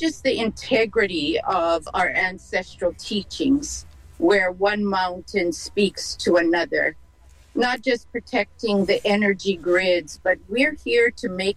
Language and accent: English; Hawaii, United States; I'm from Moku o ke ave, Hawaii Island, and Mauna Kea is my sacred mountain.